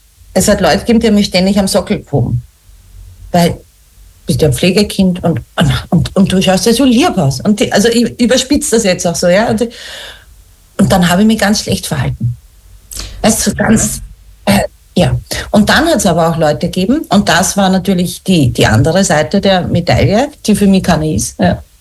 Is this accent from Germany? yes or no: no; Vienna, Austria; now in St. Pölten, Austria; geboren bin ich 1980. Also das war natürlich noch eine andere Zeit. Und aufgewachsen bin ich, wie gesagt, in Wien.